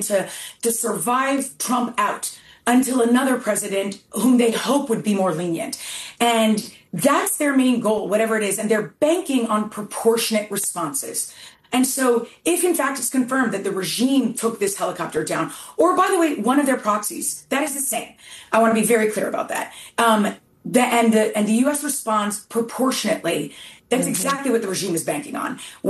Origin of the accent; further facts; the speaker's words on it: United States; as an American